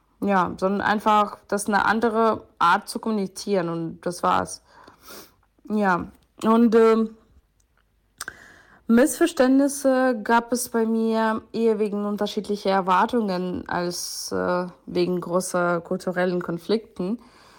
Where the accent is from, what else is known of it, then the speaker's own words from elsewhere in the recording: Ukraine; German is a second language; now in Germany; Ja, ich bin Ukrainerin und gleichzeitig ist Deutschland zu einem wichtigen Teil meines Lebens auch geworden.